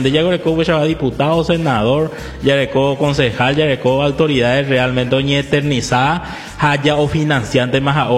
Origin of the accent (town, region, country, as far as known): Paraguay